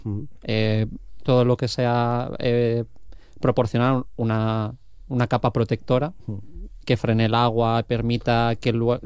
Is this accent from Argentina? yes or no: no; Valencian Community, Spain; Yo soy valenciano y una de esas cosas que suele decir es que allí no sabe llover.